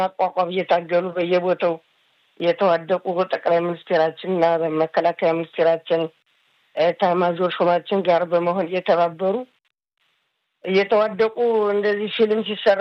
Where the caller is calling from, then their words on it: Beersheba, Southern District, Israel; ጋዝን ወለባላሉ ከቢርሸባ